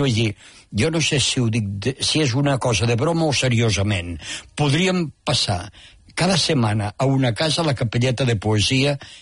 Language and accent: Catalan; Peramola, Catalonia, Spain; born there; jo vaig néixer a Peramola.